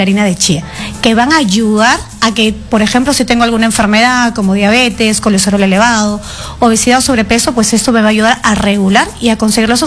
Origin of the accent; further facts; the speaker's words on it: Peru; nosotros como peruanos nos encanta comer.